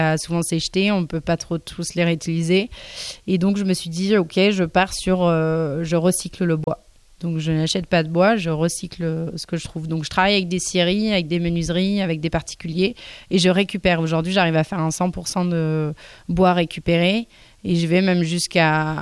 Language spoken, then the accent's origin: French; Angers, Pays de la Loire, France; born there